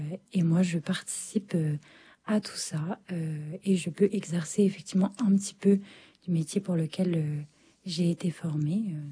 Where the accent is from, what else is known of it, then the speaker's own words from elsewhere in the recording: France; now in Paris region, France; je suis française et que j'habitais déjà en région parisienne.